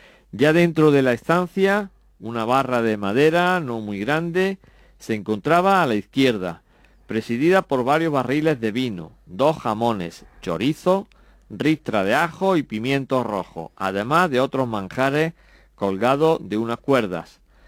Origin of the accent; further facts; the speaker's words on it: Villanueva de la Reina, Andalusia, Spain; Villanueva de la Reina, mi pueblo a mucha honra además.